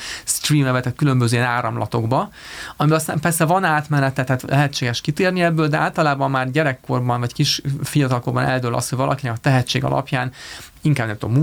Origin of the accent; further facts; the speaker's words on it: Hungary; most ilyen magyarként másképp gondolkodunk, mint szingapúriként